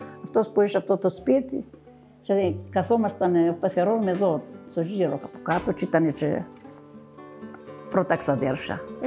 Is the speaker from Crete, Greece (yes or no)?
yes; Vorizia, Crete, Greece; Εγώ ήμουν και από τα Βορίζα